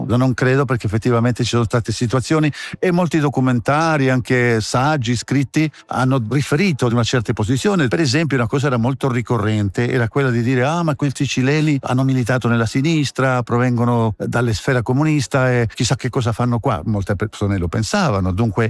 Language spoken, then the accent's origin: Italian; Chile; Italian is a second language; moved away; Ciò che io ho vissuto come cileno, come rifugiato, come simpatizzante del governo d'agende